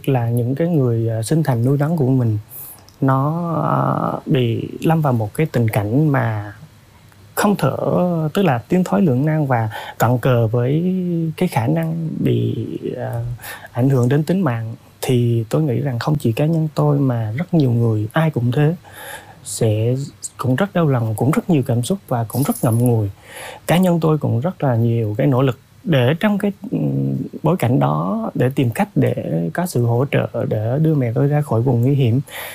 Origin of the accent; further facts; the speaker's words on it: Hòa Thịnh, Đắk Lắk, Vietnam; như nhiều bà con ở vùng lũ Hòa Thịnh, phía đông Đắk Lắk quê tôi